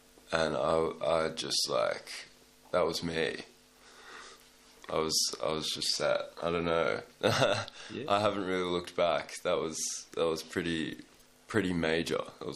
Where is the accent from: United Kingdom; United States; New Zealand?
United Kingdom; England; born there; Yeah, I was born in England because that's where my mum's from.